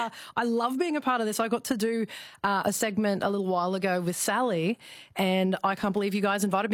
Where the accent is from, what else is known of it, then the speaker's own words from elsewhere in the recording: Brisbane, Queensland, Australia; born there; also born or lived in Chicago; So I was born in Brisbane, and then I did my education overseas in Chicago.